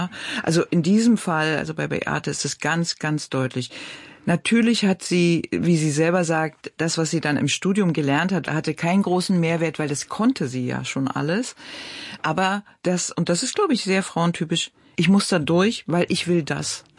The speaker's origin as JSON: {"language": "German", "region": "Berlin", "country": "Germany", "tie": "born or raised there", "said": "Ich bin an der Mauer groß geworden."}